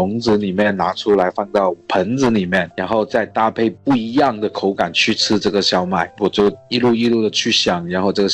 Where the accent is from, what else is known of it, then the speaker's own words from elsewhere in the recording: Hong Kong; now in Taiwan; 尊统呢，因为我们是从香港过来台湾